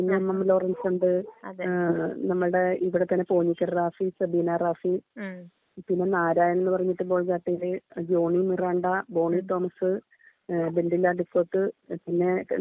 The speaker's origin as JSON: {"language": "Malayalam", "town": "Karunagappally", "region": "Kerala", "country": "India", "tie": "born or raised there", "lives_now": "Mulavukad, India", "said": "എന്റെ നാട് ശരിക്കും കരുനാഗപ്പള്ളിയാണ്. അപ്പൊ അവിടുന്ന് ഒത്തിരി വ്യത്യാസമാണ് ഇവിടെ വന്നപ്പോ നമുക്ക് കാണാൻ പറ്റിയത്."}